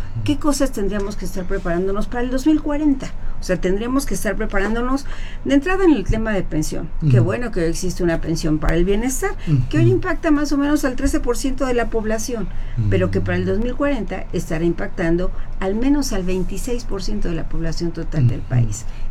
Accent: Mexico; para todos los mexicanos es como muy claro que somos muchos mexicanas y mexicanos, que todavía fuimos una generación en donde nuestras familias fueron numerosas.

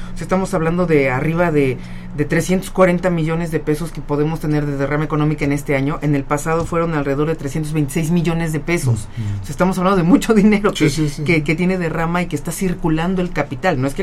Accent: Mexico; yo sé que todos somos mexicanos

